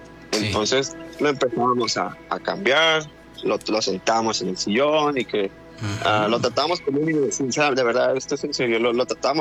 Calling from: Tijuana, Baja California, Mexico; de aquí de Tijuana, de aquí de Baja California.

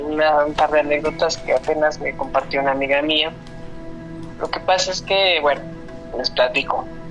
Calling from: Mexico City, Mexico; De acá, de Tlalpan.

